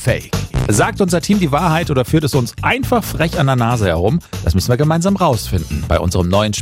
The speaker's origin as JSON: {"language": "German", "region": "North Rhine-Westphalia", "country": "Germany", "said": "Ich meine, ich komme auch vom Niederrhein."}